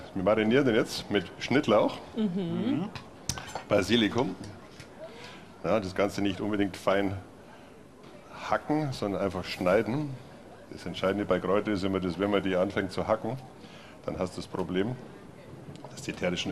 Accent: Bavaria, Germany; moved away as an adult; now in Dresden, Germany; Ich komme aus Bayern, komme aus dem Bayerischen Wald, am Rand vom Bayerischen Wald und bin jetzt mittlerweile seit 31 Jahren hier in Dresden auch.

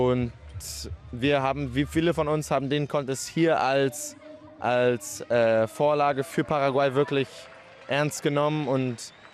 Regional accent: Portugal; also born or lived in Hamburg, Germany; ich bin 19 Jahre alt. Ich komme aus Hamburg, bin aber tatsächlich in Portugal groß geworden.

